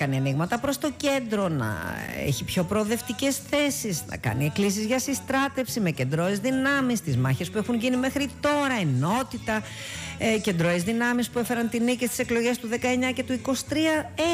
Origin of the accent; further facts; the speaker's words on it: Aigio, West Greece, Greece; Τι έγινε στο Αίγιο, ρε παιδιά? Η πόλη μου, η πατρίδα μου ξαφνικά έχει γίνει Far West.